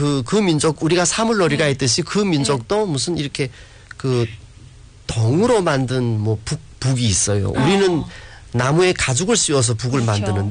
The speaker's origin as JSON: {"language": "Korean", "country": "China", "said": "저는 제가 조선족이라서가 아니라"}